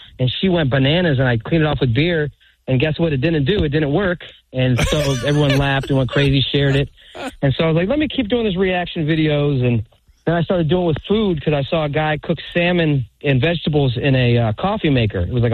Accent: Tampa, Florida, United States

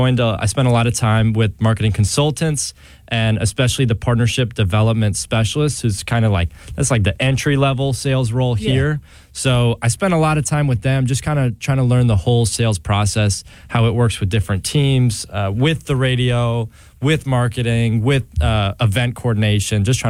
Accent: Libertyville, Illinois, United States; now in London, California, United States

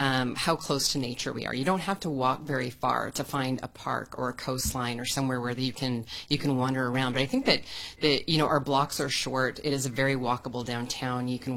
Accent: Canada; Yeah, being Canadian and seeing a 36% drop in 2025 in Canadian visitors was a big deal for us.

